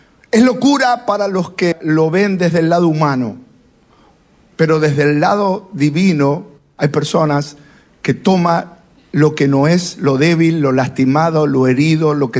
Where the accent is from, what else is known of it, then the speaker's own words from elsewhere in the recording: Argentina; Yo me crié en un país religioso como Argentina